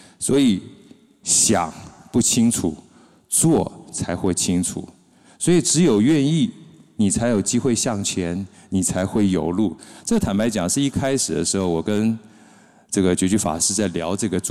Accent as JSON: {"language": "Chinese", "region": "Taichung", "country": "Taiwan", "said": "我是后里人，但是我的祖先呢，就是我的祖籍呢，"}